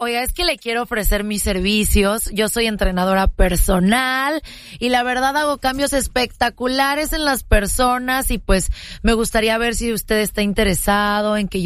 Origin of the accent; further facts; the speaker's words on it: Mexico; moved away as an adult; now in United States; Yo soy mexicana, mucha honra, puro Latino Power. Y como me acabo de mover aquí a Estados Unidos, pues estoy sola y todo.